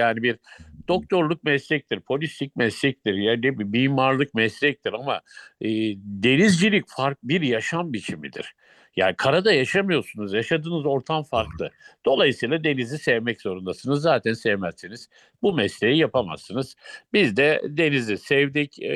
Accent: Ankara, Turkey; Ankara'da ben doğdum, Ankara'da büyüdüm.

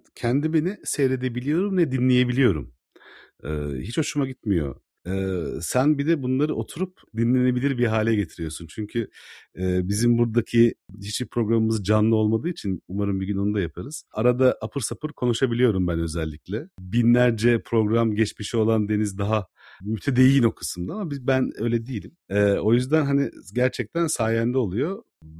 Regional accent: Istanbul, Turkey; İstanbulluyum dedim.

